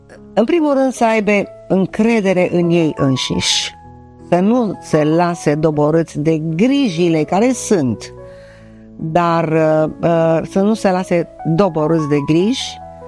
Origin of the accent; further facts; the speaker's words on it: Romania; eu sunt din România. Nu m-am ferit niciodată să spun că eu sunt româncă.